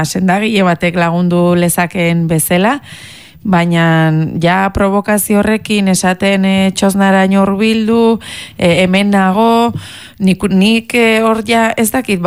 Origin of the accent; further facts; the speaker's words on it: Hendaye, Nouvelle-Aquitaine, France; ni Hendaiarra naiz eta hurbilen daukadan udaltzengoa, ez?